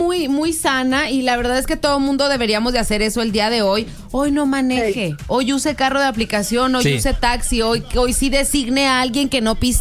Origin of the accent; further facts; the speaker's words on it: Comarca Lagunera, Mexico; somos mexicanos, somos laguneros, somos comarca.